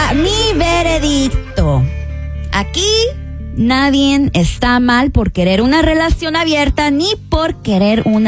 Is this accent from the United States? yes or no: yes; Laredo, Texas, United States; yo soy de Laredo, puro 956.